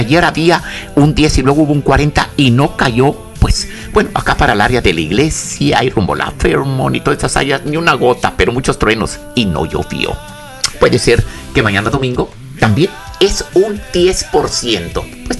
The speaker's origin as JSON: {"language": "Spanish", "country": "Mexico", "moved": "yes", "lives_now": "Pasadena, Texas, United States", "said": "los que somos mexicanos"}